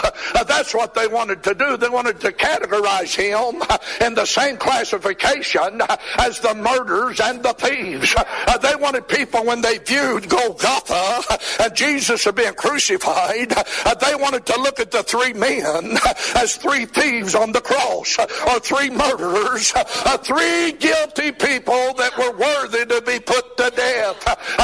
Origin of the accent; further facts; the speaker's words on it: West Virginia, United States; because I was born in Wayne County. I was born in Shredo. And say you go up to Charleston, and they'll find … for you, because I'm a citizen of West Virginia. And say, listen, lived there the most of my life.